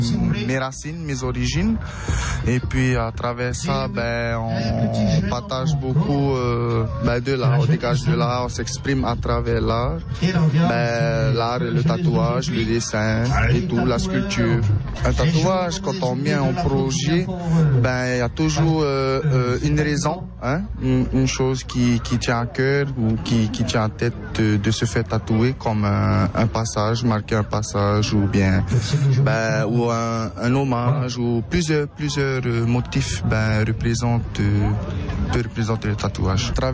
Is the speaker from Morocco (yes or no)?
no; French Polynesia; Et puis on a ce privilège que ça soit fait ici en Polynésie, chez nous, à Tahiti, au Parc Veirhei.